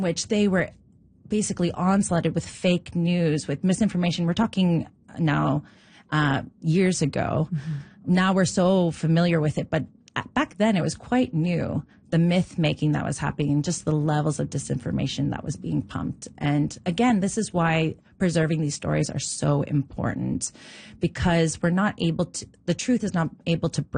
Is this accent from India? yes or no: no; Nova Scotia, Canada; Growing up in Nova Scotia, in Dartmo